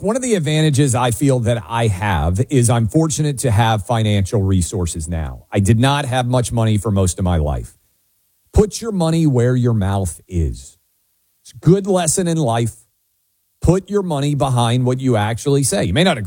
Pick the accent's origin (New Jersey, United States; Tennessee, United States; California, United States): Tennessee, United States; You can play in my home state of Tennessee.